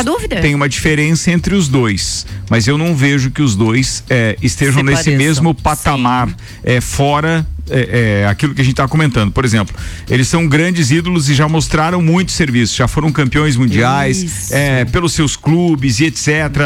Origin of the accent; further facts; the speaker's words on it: Brazil; a gente aqui como brasileiro